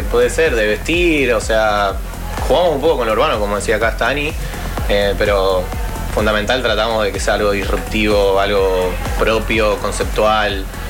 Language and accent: Spanish; Rosario, Santa Fe, Argentina; yo soy de Rosario.